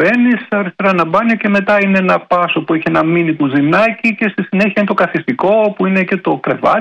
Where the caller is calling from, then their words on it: Kalamata, Peloponnese, Greece; εγώ δεν παίρνω από την Αθήνα, είμαι από την Καλαμάτα.